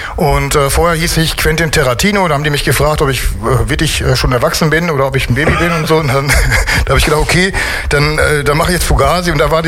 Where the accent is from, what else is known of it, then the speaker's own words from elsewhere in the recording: Bocholt, North Rhine-Westphalia, Germany; moved away as an adult; now in Düsseldorf, Germany; ich komme aus Bocholt und bin jetzt seit weit über 20 Jahren schon in Düsseldorf. Ne? So, und ich denke, ich darf mich auch Düsseldorfer nennen inzwischen und so fühle ich mich auch auf jeden Fall